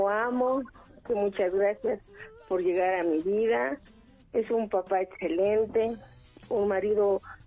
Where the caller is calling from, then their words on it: Calpulalpan, Tlaxcala, Mexico; Aquí de Calpulalpan, Tlaxcala.